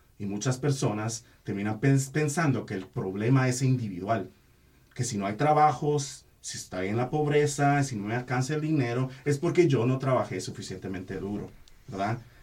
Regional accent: Guatemala; Porque yo soy guatemalteco y mi familia tiene muchas opiniones sobre Bukele

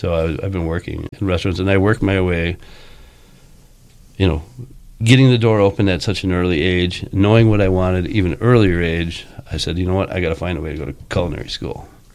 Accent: Chicago, Illinois, United States; I grew up poor on the northwest side of Chicago.

